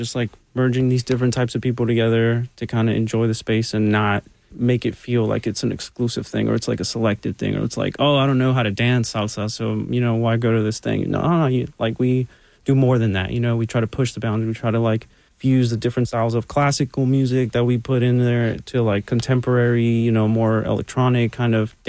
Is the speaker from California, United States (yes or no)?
no; Nashville, Tennessee, United States; growing up in Nashville